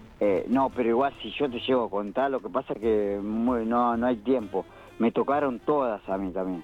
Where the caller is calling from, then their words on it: Avellaneda, Buenos Aires Province, Argentina; Sí, te hablo … de Avellaneda.